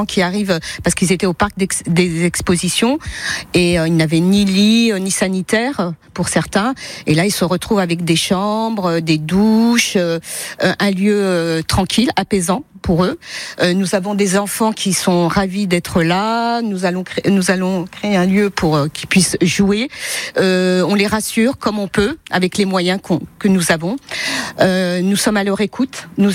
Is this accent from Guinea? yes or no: no; Cestas, Nouvelle-Aquitaine, France; Je suis de Sestas Gazinet, exactement.